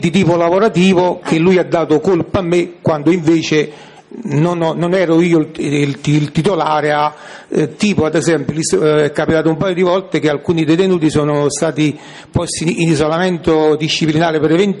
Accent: Cellole, Campania, Italy; Innanzitutto perché io sono di Cellole, quindi sarebbe 15 chilometri.

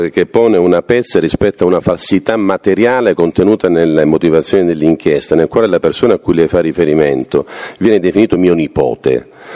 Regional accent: Sicily, Italy; qui in Sicilia

